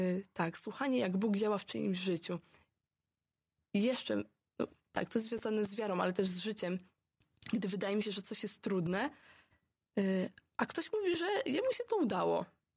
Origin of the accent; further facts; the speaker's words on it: Andrespol, Łódź Voivodeship, Poland; Ja pochodzę spod Łodzi tak naprawdę, z Andrespola